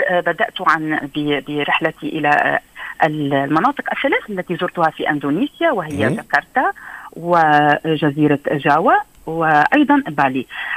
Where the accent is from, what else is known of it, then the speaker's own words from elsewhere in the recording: Lebanon; بما أنني يعني لبنانية